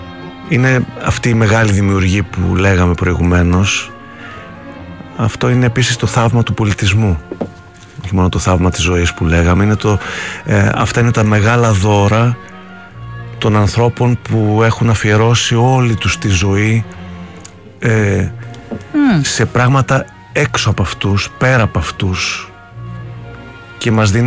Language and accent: Greek; Greece; εμάς που είμαστε Έλληνες